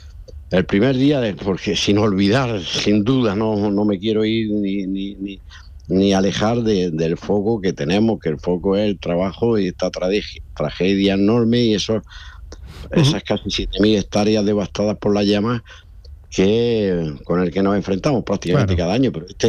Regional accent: Andalusia, Spain; born there; hay un incendio en mi pueblo, entre Los Gallardos y Sorbas, que es el pueblo, Carrizalejo, toda la zona esta

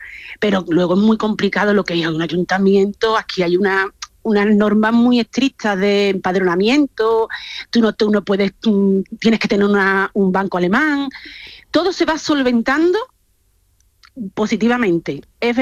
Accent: Seville, Andalusia, Spain; now in Germany; Yo soy de Sevilla.

